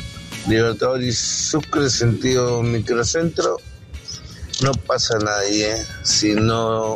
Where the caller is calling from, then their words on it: Argentina; de Barraca